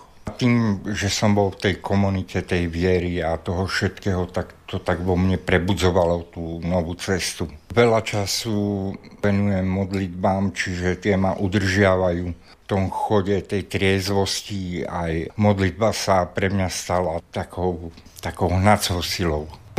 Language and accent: Slovak; Bratislava, Bratislava Region, Slovakia; No ja som sa narodil tu v Bratislave, v Dubravke a v 2 rokoch sme sa presťahovali do Petržalky, kde som žil až do 48. roka života